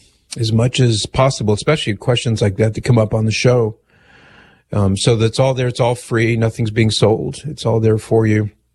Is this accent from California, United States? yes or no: yes; Mission Viejo, California, United States; I grew up in Mission Viejo, just down the street from you.